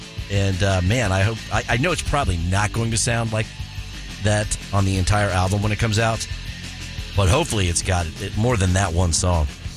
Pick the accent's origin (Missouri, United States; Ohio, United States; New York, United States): Ohio, United States; Columbus; now in Phoenix, United States; My first hometown for the first half of my life was Columbus, Ohio, the home